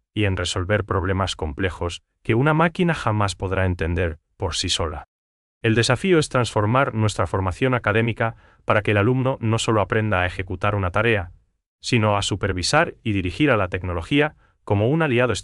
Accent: Paraguay

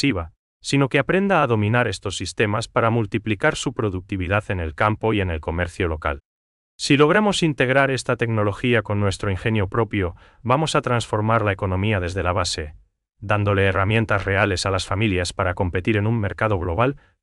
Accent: Paraguay; para que realmente nos beneficie a nosotros, los paraguayos.

